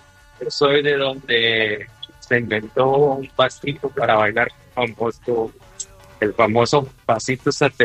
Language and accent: Spanish; Querétaro, Mexico; Yo soy de... donde está la tercera piedra más grande del mundo, Querétaro.